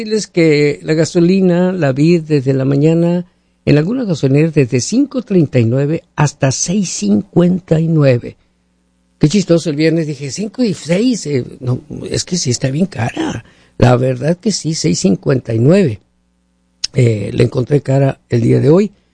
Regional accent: Mexico; now in Seattle, United States; allá en mi ciudad

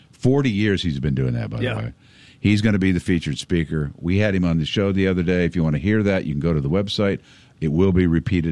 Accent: Pekin, Illinois, United States; also born or lived in Peoria; I grew up here. Famously, I think people maybe sometimes get tired of me saying I grew up in Pekin, lived in Peoria for 30-some years.

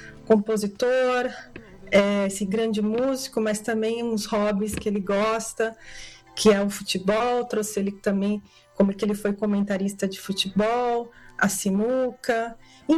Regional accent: Italy; Você sabe que eu sou italiana

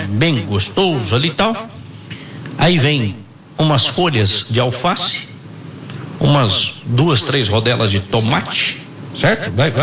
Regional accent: São Sebastião do Paraíso, Minas Gerais, Brazil; born there; eu nasci em São Sebastião do Paraíso

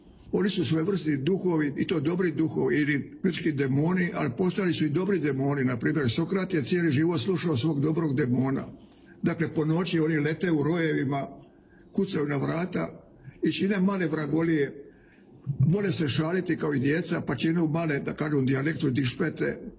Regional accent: Trogir, Split-Dalmatia County, Croatia; Međutim, poznam Macića iz mog rodnog Trogira, to je jedna malo tužnija varijanta nego vaši viški.

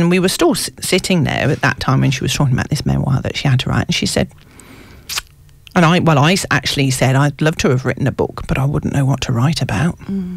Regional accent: United Kingdom; now in Australia; Somebody said, "Oh, it's just because you're British." I'm like, "Well, I'm Aussie now as well," but I know what they mean.

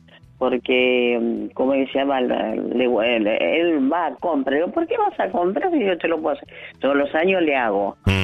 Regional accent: Chaco, Argentina; Mira, yo soy del Chaco, así que de Chaco, Formosa, Corrientes, todo hacen.

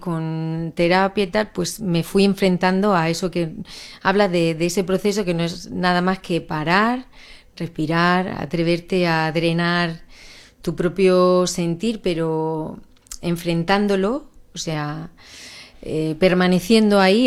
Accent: Rincón de Bonanza, Valencian Community, Spain; Soy de Orihuela en la medida en que el Rincón de Bonanza es pedanía de Orihuela, pero soy nacida en el Rincón de Bonanza.

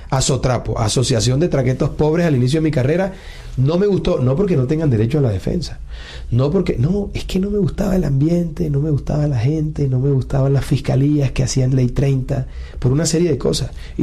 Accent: Montería, Córdoba, Colombia; Porque yo nací aquí. Porque soy un tipo supremamente caribe. Porque me hice en Colombia. Mis amores, mi afecto, mi historia está aquí. Y soy más colombiano que cualquier otra cosa.

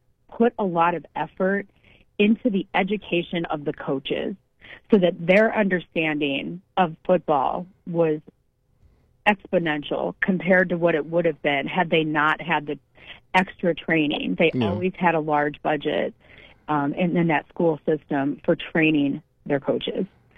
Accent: Olmsted Falls, Ohio, United States; And I grew up in Olmsted Falls, which we had a great football program.

